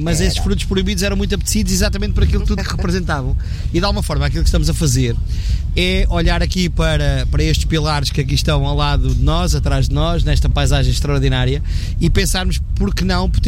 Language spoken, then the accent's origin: Portuguese; Pego, Santarém, Portugal; nós, a Patrícia, que somos do Pego, a Patrícia se calhar não, mas eu aprendi a nadar no Tejo.